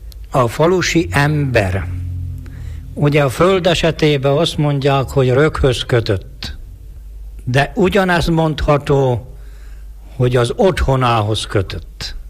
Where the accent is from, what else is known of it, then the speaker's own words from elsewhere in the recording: Trnava Region, Slovakia; gyermekkoromat azon a környéken töltöttem, határunk bőssá volt határos